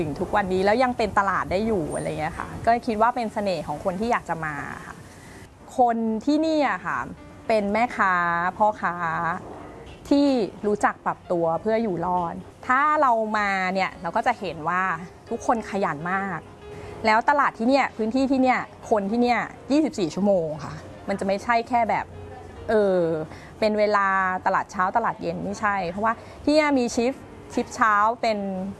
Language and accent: Thai; Bangkok, Thailand; กับปากคลองคือชีวิตที่เราเกิดโตอาศัย